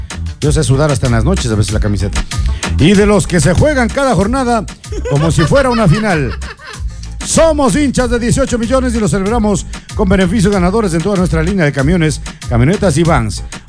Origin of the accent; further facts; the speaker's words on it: Ecuador; Porque somos buenos ecuatorianos.